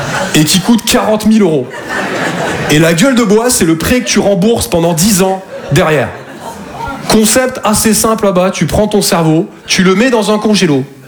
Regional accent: Toulouse, Occitanie, France; moved away; je viens de Toulouse à la base.

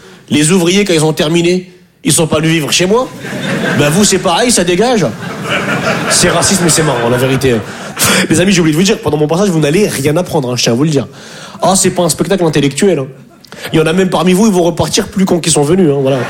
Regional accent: northern France, France; moved away as an adult; now in Paris, France; Je viens du nord de la France.

